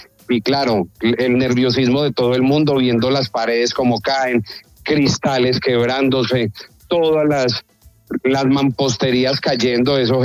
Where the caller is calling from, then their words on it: Pereira, Risaralda, Colombia; yo me encuentro en la ciudad de Pereira.